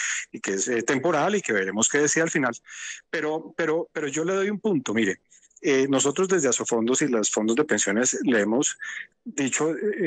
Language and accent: Spanish; Colombia; Entonces, estos somos los colombianos, 53 millones de colombianos.